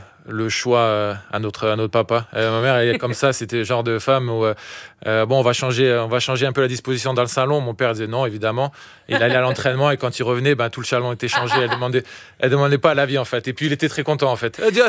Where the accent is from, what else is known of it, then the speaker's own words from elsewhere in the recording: south of France, France; je me sens plus, entre guillemets, du Sud. J'ai grandi dans le Sud. C'est là où moi j'ai commencé vraiment à avoir mes vrais souvenirs.